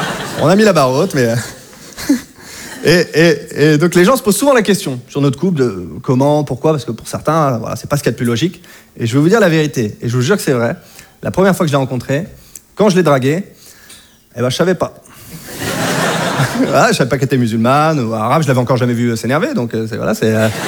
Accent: Hauts-de-France, France; moved away as an adult; now in Paris, France; Je viens de Picardie.

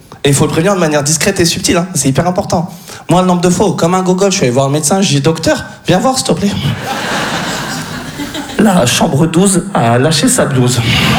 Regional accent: France; Je suis français d'origine tunisienne, parce qu'en fait, ma mère est française

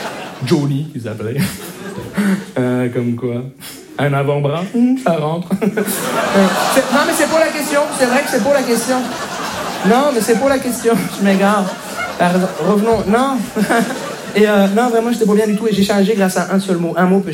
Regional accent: Montreal, Quebec, Canada; Bonjour, je me présente … je viens de Montréal.

